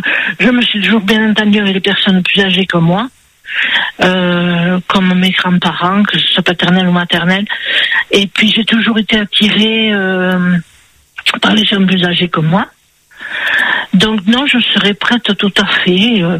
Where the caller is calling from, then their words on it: Toulouse, Occitanie, France; Autour de chez moi, à Toulouse